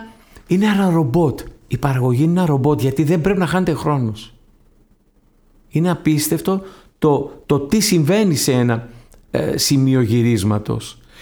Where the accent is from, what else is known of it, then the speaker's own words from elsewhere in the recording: Athens, Attica, Greece; εγώ που μεγάλωσα στα Πατήσια